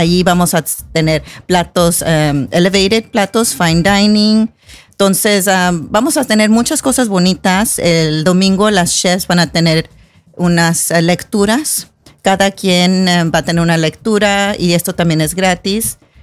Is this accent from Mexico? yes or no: yes; Mexico; así somos todos los mexicanos. Llevamos una maleta llena de ingredientes.